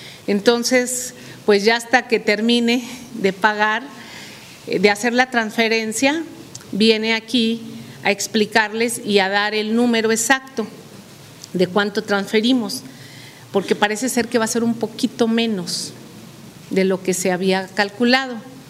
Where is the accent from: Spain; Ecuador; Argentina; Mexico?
Mexico; lo que somos los mexicanos